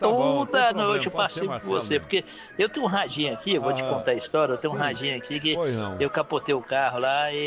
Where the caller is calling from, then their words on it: Brasilândia de Minas, Minas Gerais, Brazil; Eu sou aqui de Brasilândia, de Minas.